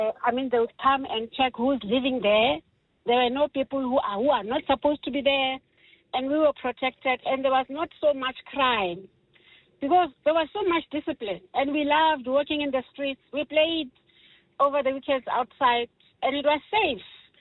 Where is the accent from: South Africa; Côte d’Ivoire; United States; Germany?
South Africa; Sebokeng, Gauteng; now in Kempton Park, South Africa; I was raised in Kasi, Sebokeng.